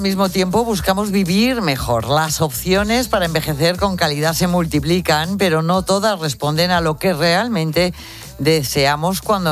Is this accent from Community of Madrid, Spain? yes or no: no; Lerma, Castile and León, Spain; Que yo soy de Lerma.